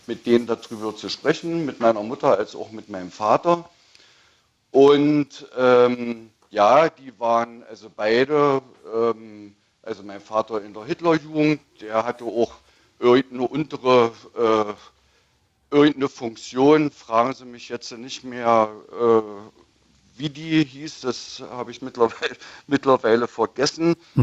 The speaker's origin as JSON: {"language": "German", "region": "East Germany", "country": "Germany", "tie": "born or raised there", "said": "also ich bin in der DDR groß geworden und spätestens, wo ich dann 1980 mich für ein Studium beworben habe"}